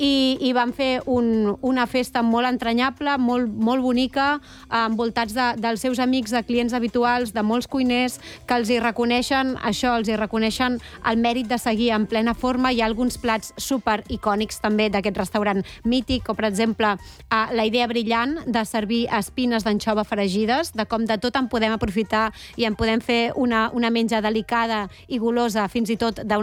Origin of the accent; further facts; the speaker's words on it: Catalonia, Spain; com a català